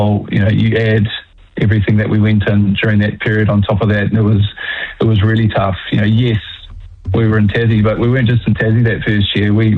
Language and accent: English; Auckland, New Zealand; born or raised there